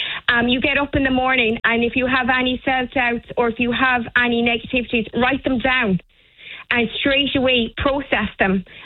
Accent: Castletroy, Munster, Ireland; I suppose I'm from Castletroy myself

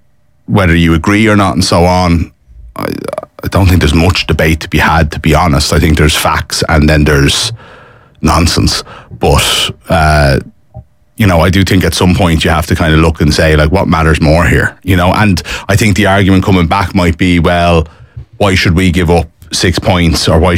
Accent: Ireland; I do feel like sometimes as Irish people we have this tendency to not want anybody to talk about us in case they might think negatively of us.

